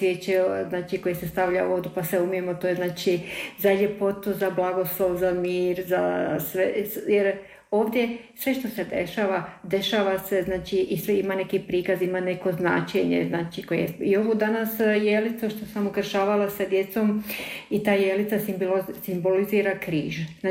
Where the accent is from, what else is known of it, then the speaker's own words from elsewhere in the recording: Federation of Bosnia and Herzegovina, Bosnia & Herzegovina; now in Varaždin, Croatia; Vuče domu, vuče rodnom kraju, kako da vam kažem. A Lašvanska dolina je moj rodni kraj.